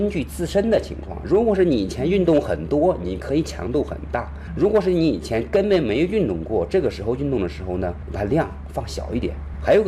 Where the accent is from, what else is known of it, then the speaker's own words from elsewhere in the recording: northern China, China; 我们是北方人，吃馒头啊